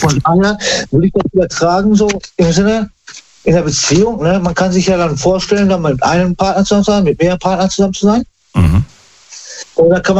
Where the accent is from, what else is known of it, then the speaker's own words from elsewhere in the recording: Recklinghausen, North Rhine-Westphalia, Germany; Ich bin aus Nordrhein-Westfalen.